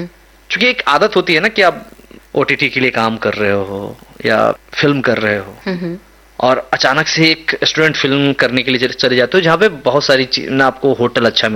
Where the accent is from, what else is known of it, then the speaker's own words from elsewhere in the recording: Bihar, India; first language Bajjika; Hindi is a second language; और बज्जिका मेरी मातृभाषा है, मेरी दादी मेरे दादा मेरे घर में आज भी जब अगर आपके सामने मेरा फोन आ जाए तो मैं अपनी माता जी से पिताजी से बज्जिका में ही बात करूंगा।